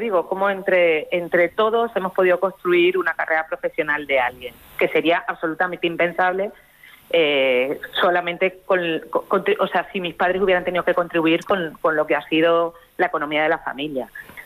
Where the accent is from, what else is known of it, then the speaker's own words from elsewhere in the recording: Jarais de la Vera, Extremadura, Spain; es como alguien de un pueblo de Extremadura, de un pueblo chiquitito, que yo soy de Jarais de la Vera